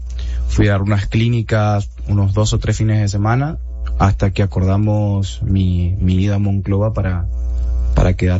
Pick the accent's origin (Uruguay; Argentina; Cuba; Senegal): Argentina; Chaco; now in Nuevo Laredo, Mexico; Una de las diferencias más grandes que me encontré con Tamaulipas cuando llegué es que en Argentina, la tasa de robos y de delincuencia está un poquito por encima de la media últimamente.